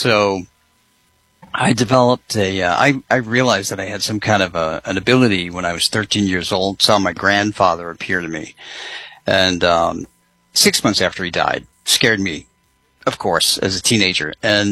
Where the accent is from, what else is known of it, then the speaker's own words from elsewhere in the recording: New England, United States; I grew up in New England, and I was inspired by the blizzard of 1978, which was a blizzard that crippled the East Coast.